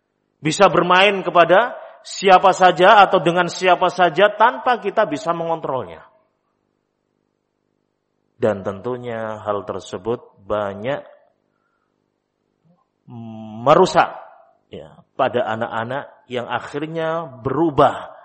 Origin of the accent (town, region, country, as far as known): Java, Indonesia